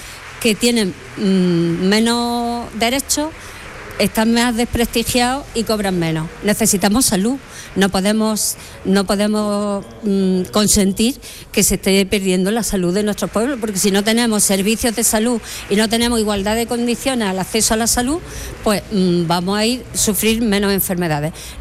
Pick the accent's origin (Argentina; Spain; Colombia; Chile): Spain; Siles, Andalusia; yo soy de la Sierra de Segura, de Siles.